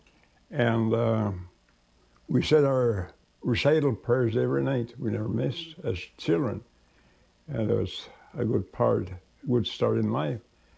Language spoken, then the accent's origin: English; Goodfish Lake, Alberta, Canada; I'm from Goodfish Lake, Alberta. And it is where I was born and raised. Lived here off and on, not always, but different times we have lived other places there.